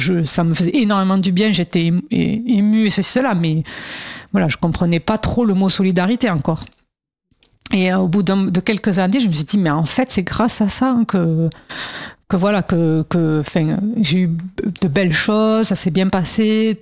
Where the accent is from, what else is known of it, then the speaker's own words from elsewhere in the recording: Occitanie, France; mais quand on vient du Gers, on trouve pas ça perdu du tout.